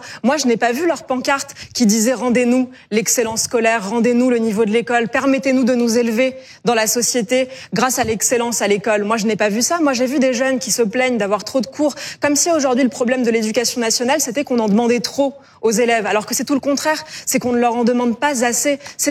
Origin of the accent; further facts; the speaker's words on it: Île-de-France, France; écoutez, moi j'ai grandi en Seine-Saint-Denis